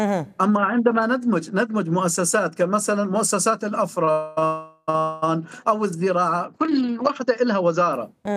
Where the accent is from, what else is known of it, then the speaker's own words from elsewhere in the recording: Syria; في النهاية نحن سوريين، في النهاية نحن سوريين.